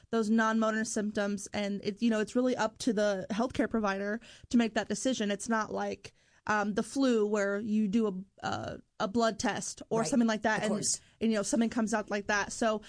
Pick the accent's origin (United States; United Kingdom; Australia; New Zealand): United States; Boone, Iowa; I grew up in Iowa, and I went to Boone High School. Lived in Boone, yeah.